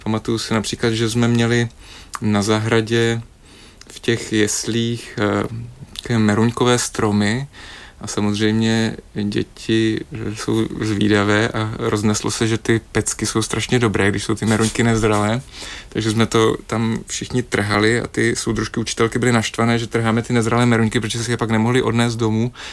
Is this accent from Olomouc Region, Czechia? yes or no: yes; Olomouc, Olomouc Region, Czechia; Tak moje dětství se sice v krásné Olomouci odehrávalo, ale na sídlišti, které vznikalo na periferii.